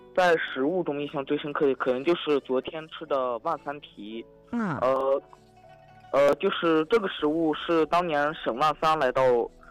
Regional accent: Ordos, Inner Mongolia, China; 我是来自内蒙古鄂尔多斯市第6中学的

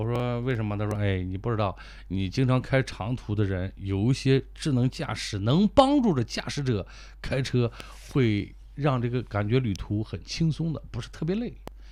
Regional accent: Ordos, Inner Mongolia, China; accent: Ordos dialect; 咱鄂尔多斯方言

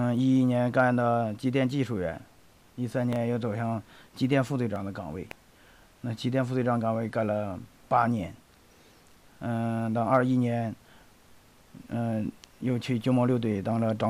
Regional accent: Inner Mongolia, China; moved away as an adult; also born or lived in Baotou; now in Ordos, China; 我老家是西安盟的，大学学的机电专业

